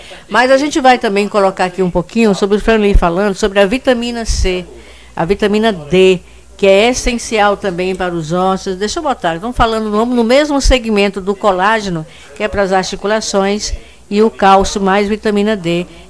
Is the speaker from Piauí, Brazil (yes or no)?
yes; Oeiras, Piauí, Brazil; Isso, sou de Oeiras.